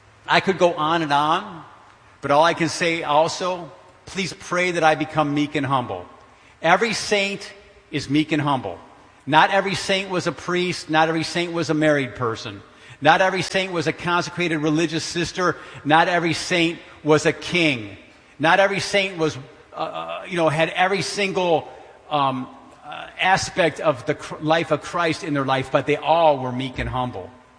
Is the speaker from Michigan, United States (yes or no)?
yes; Detroit, Michigan, United States; but I grew up in Detroit.